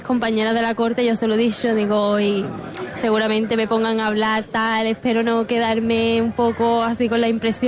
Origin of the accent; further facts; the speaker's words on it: La Línea de la Concepción, Andalusia, Spain; todo mi pueblo, porque los linenses somos así